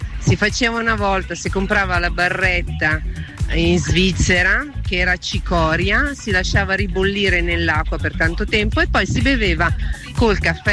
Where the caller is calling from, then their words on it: Como, Lombardy, Italy